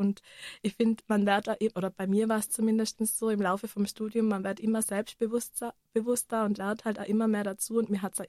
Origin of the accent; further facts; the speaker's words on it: Innsbruck, Tyrol, Austria; ich komme aus Innsbruck